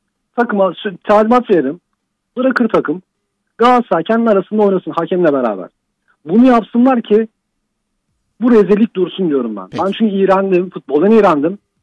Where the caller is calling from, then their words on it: Istanbul, Turkey; ben İstanbul'dan.